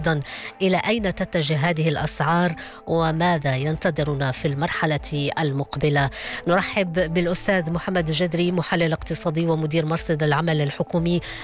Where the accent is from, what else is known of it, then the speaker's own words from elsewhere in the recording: Morocco; ماذا سينتظرنا كمغاربة مرة أخرى؟